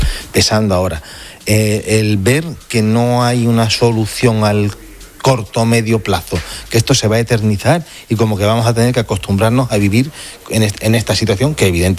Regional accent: Ceuta, Spain; Yo soy de Ceuta, nacido en Ceuta, nos hemos criado siempre mezclados.

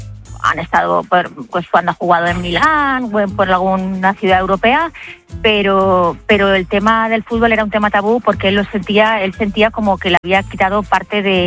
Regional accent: Valencia, Valencian Community, Spain; Y yo soy valenciana. Vivimos actualmente en Valencia

